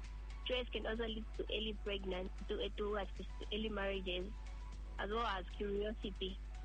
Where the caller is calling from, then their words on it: Poland; I'm calling from Poland.